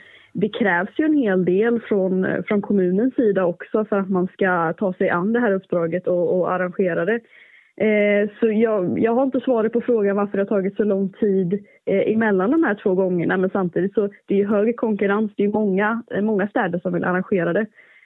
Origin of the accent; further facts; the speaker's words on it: Källsjö, Halland County, Sweden; Jag är från Källsjö utanför Ullared.